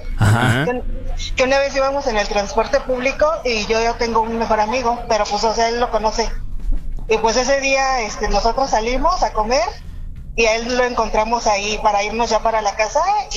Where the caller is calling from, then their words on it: Naucalpan, State of Mexico, Mexico; soy de aquí de Naucalpan.